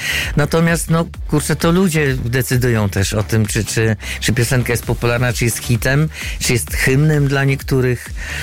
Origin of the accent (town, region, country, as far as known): Węgorzewo, Warmian-Masurian Voivodeship, Poland; born there; now in Olsztyn, Poland